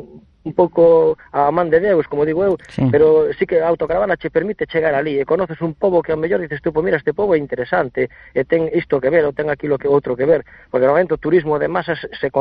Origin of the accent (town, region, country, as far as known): Redondela, Galicia, Spain